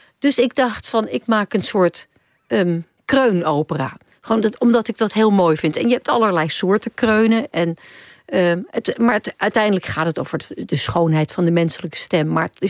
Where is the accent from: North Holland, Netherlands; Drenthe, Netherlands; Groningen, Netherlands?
North Holland, Netherlands; Amsterdam; voor mij als Amsterdammer